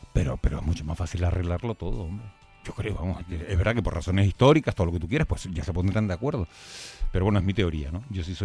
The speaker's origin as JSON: {"language": "Spanish", "town": "Santa Cruz de Tenerife", "region": "Canary Islands", "country": "Spain", "said": "tú eres de La Laguna y yo soy de Santa Cruz."}